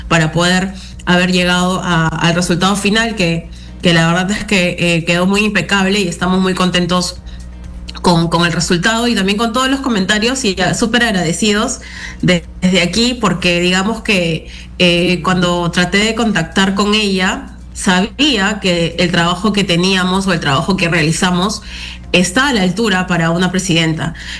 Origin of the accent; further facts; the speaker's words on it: Peru; nosotros como peruanos